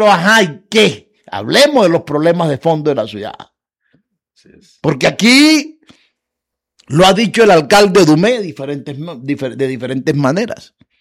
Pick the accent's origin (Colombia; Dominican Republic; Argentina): Colombia; Cartagena, Bolívar; como ciudadano colombiano y particularmente de pertenecer a estas regiones, aquí a la ciudad.